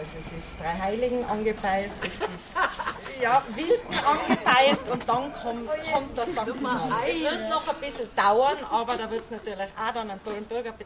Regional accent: Tyrol, Austria; Ich bin am Land aufgewachsen, in einem Dorfkind. Nein, nicht in Innsbruck, im Oberland.

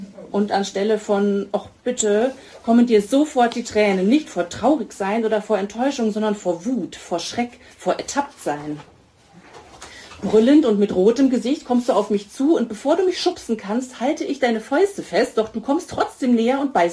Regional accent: Munich, Bavaria, Germany; Ich komme aus München

